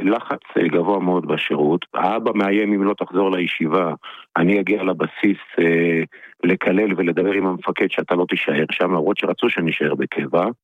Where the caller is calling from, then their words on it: Jerusalem, Jerusalem District, Israel; מירושלים.